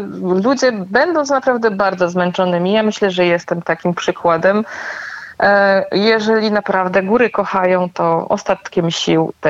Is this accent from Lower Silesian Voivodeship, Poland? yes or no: yes; Wałbrzych, Lower Silesian Voivodeship, Poland; born there; moved away; moje źródła są w Sudetach, bo ja się urodziłam w Wałbrzychu